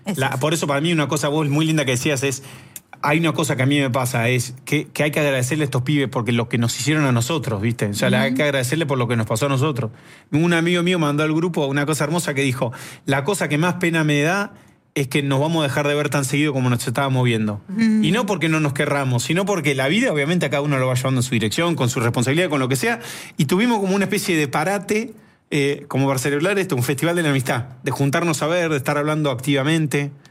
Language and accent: Spanish; Argentina